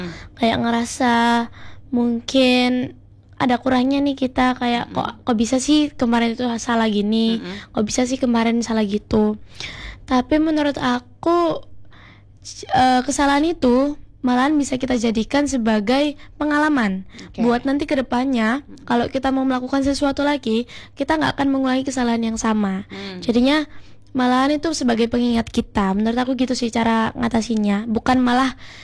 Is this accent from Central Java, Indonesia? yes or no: no; Surabaya, East Java, Indonesia; aku berasal dari Asmrowo